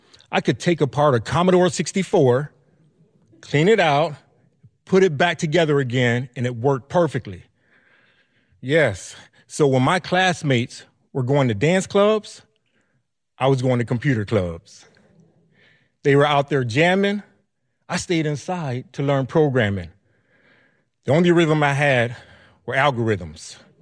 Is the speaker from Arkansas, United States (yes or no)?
yes; Arkansas, United States; moved away as an adult; now in Los Angeles, United States; I'm originally from Arkansas, but now I live in Los Angeles. I actually moved to Los Angeles right before Y2K happened. So I've been out there for about 25 years.